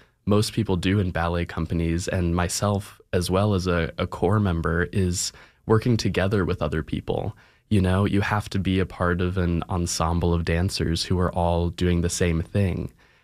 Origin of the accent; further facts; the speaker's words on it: Virginia, United States; now in Oregon, United States; I'm from Virginia